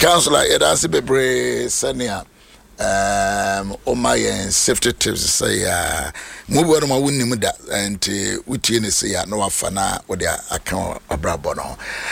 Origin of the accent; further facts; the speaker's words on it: Canada; You know, Kase, I'm from Canada.